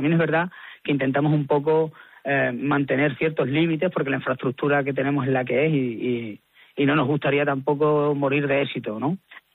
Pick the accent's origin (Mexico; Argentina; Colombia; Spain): Spain; Extremadura; Yo soy de la provincia de Badajoz, vivo en Montijo, pero nosotros tenemos una casita en Orcajo, que es una pedanía de una alquería, mejor dicho, de pino franqueado.